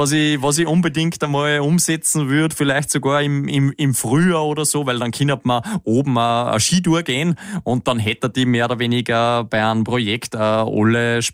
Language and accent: German; Kronsdorf, Upper Austria, Austria; was ich unbedingt einmal umsetzen will als Oberösterreicher. Und zwar, ich würde gern zu Hause in Kronsdorf starten